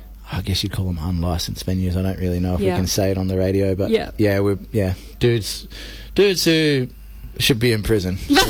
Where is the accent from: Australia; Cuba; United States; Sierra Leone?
Australia; Kalgoorlie, Western Australia; No, I'm not from Perth or really. I'm kind of from Kalgoorlie, I would say.